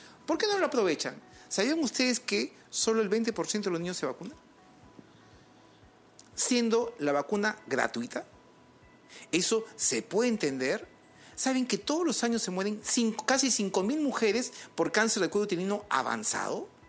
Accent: Peru

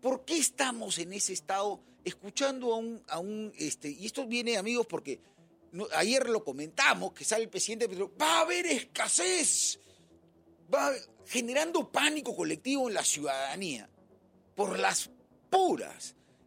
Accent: Peru; que somos todos los peruanos, en teoría.

